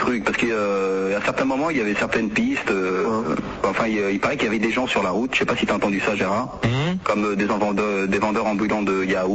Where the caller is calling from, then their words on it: Auvergne-Rhône-Alpes, France; J'appelle de Sodo sur Facochère, c'est dans le Vercors